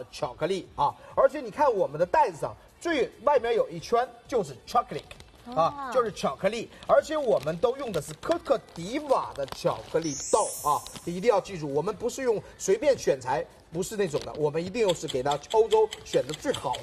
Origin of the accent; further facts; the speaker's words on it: Northeast China, China; 因为我是北方人啊。其实我北方人